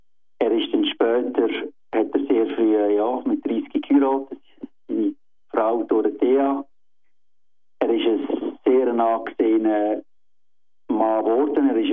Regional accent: Lucerne, Switzerland; Also ich bin in Luzern aufgewachsen und auch sehr gläubige Eltern gehabt.

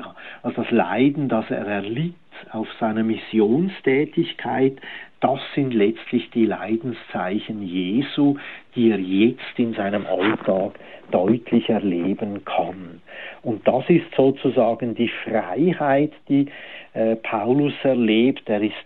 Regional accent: Switzerland; wir Schweizer ja sozusagen auch die Heiden, wir sind ja nicht Juden gewesen, sondern außerhalb des Judentums aufgewachsen

